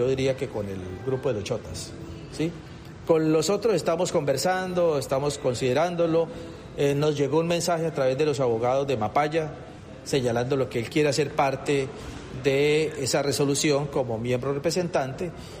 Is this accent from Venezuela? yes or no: no; Buenaventura, Valle del Cauca, Colombia; que somos vallecaucanos, que somos de Buenaventura